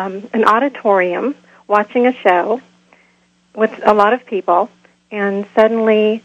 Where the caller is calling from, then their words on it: Kansas City, United States; in Kansas City.